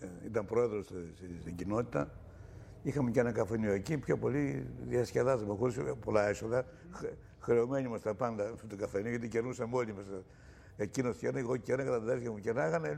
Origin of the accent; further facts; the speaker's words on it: Doubia, Central Macedonia, Greece; moved away; also born or lived in Piraeus; Είμαι από τα Δουμπιά, βγάζει ένα περίφημο μεταλλικό νερό.